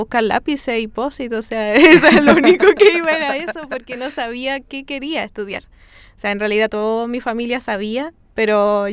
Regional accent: Calera de Tango, Santiago Metropolitan Region, Chile; siempre fui criada como, vengo de Calera de Tango, entonces como súper campo rural, y siempre ahí con mi mamá y haciendo jardín, criada en ese contexto

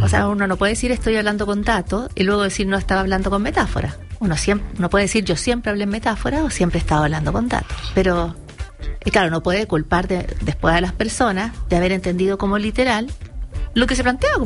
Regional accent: Chile

